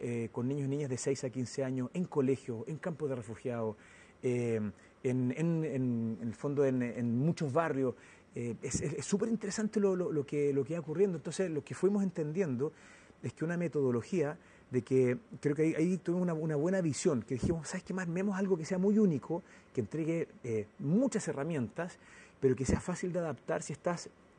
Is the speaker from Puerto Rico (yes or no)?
no; Rancagua, O'Higgins, Chile; Esto viene en equipo, pero la primera idea, yo soy de Rancagua, estaba trabajando en la India hace 20 años.